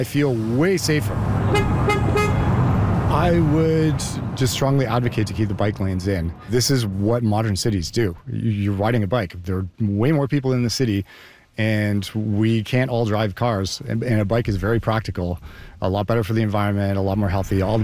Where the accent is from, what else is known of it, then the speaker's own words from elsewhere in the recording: Toronto, Ontario, Canada; I grew up in Toronto, so I have plenty of experience.